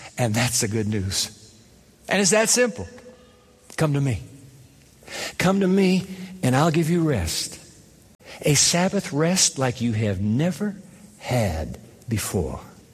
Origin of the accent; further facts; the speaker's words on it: Japan; moved away; I grew up in Japan, and I used to go to school every day on the trains of Japan, back and forth, back and forth, back and forth, back and forth.